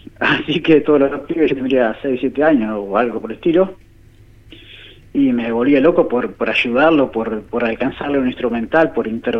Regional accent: Buenos Aires Province, Argentina; yo soy de un pueblito, Capitán Sarmiento, es un pueblito muy chico, de 3 habitantes, en provincia de Buenos Aires, cerca de la zona de Pergamino, y mi abuelo tenía chacra, mi padre era consignatario de Hacienda.

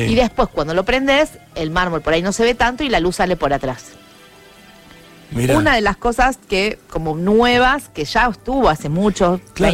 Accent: Piamonte, Santa Fe, Argentina; now in Rosario, Argentina; Yo soy de un pueblo de la provincia de Santa Fe que se llama Piamonte, y de 3.000 habitantes, y me enamoré de Rosario.

